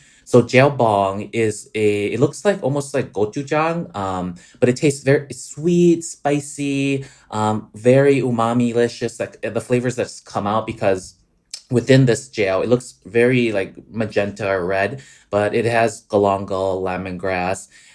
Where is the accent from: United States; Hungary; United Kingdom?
United States; Wisconsin; So my family's from Southern Laos and I grew up in Wisconsin, but with my mom always cooking Lao food at home.